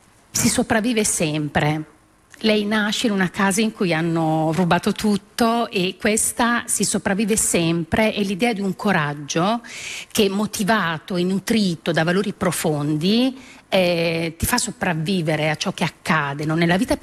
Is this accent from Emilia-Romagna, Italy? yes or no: yes; Reggio Emilia, Emilia-Romagna, Italy